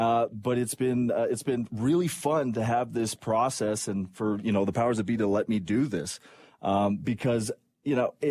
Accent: Quebec, Canada; because I grew up in Quebec, I can read French.

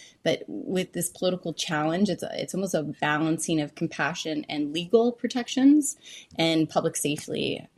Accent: Canada; So that is because we are Canadian.

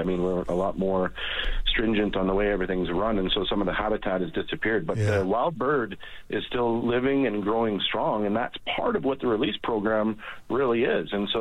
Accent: Lethbridge, Alberta, Canada; I grew up in Lethbridge, Alberta, so I wasn't very far from Tabor, which is well known for pheasants.

